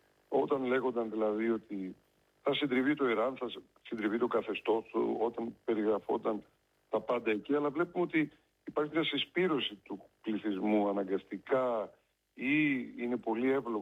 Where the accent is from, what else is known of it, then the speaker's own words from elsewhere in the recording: Athens, Attica, Greece; moved away as an adult; also born or lived in Soviet Union / Russia; Γεννήθηκα στην Κυψέλη, η μητέρα μου μοδίστρα, ο πατέρας μου σιδηροδρομικός